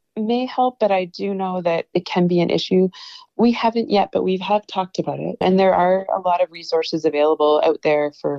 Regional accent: Yukon, Canada; now in Skagway, United States; I'm originally from Yukon

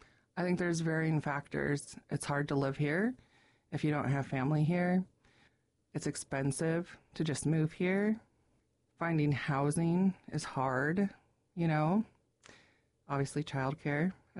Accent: Haines, Alaska, United States; Well, I'm originally from Haines. I was born here at the clinic. And so I went through the school here, obviously.

